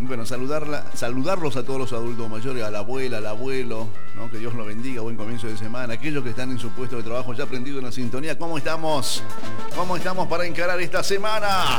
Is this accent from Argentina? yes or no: yes; Argentina; Ya soy argentino